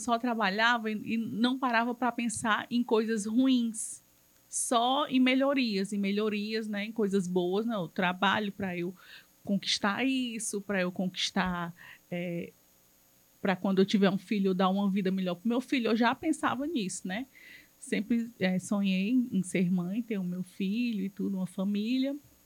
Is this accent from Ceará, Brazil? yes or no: yes; Fortaleza, Ceará, Brazil; Eu sou daqui de Fortaleza. Eu sou da Vila Manuel Sátiro